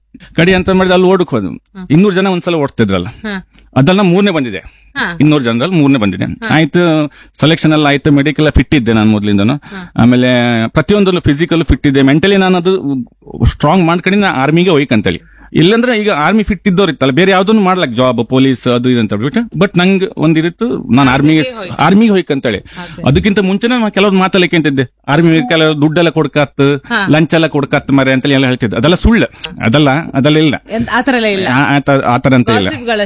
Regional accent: Koteshwara, Karnataka, India; born there; now in Basrur, India; ಬಸರೂರು ಮೊದಲು ಹುಟ್ಟದ್ದು ಕೋಟೇಶ್ವರ.

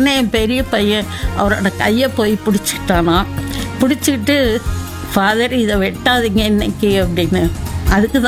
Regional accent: Madurai, Tamil Nadu, India; born there; நான் படித்த பள்ளிக்கூடம் வந்து send Joseph's higher secondary school, அதில் தான் நான் படிச்சுட்டு இருந்தேன். சென்ட் ஜோசப்ஸ் மதுரையில் இருக்குது.

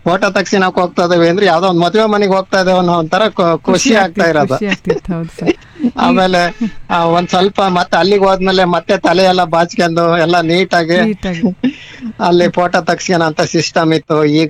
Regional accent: Karnataka, India; ನಮ್ಮೂರಿಂದ Nyamathi 9 kilometre ಆಗುತ್ತೆ

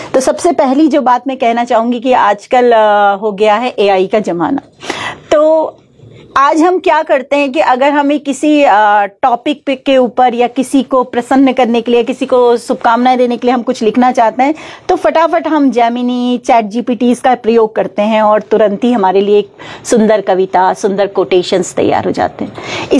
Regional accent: Uttarakhand, India

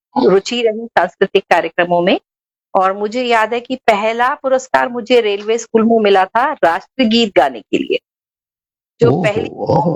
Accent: Gangapur City, Rajasthan, India; born there; also born or lived in Kota; मूलतः हम महाराष्ट्र से होते हुए भी मेरे पिता क्योंकि रेलवे में एम्प्लॉय थे, और गंगापुर सिटी एक छोटा सा कस्बा है सवाई माधोपुर के डिस्ट्रिक्ट में, वही मेरा बचपन बीता। और पहली से छठी तक की मेरी शिक्षा वही हुई, और सातवीं के बाद की सारा शिक्षा जो है मेरी वो कोटा में हुई, जो कि अब शैक्षिक नगरी के नाम से जाना जाता है।

